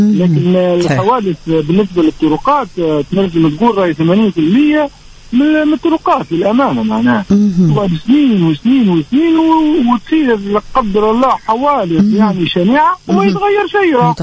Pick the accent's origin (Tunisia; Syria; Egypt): Tunisia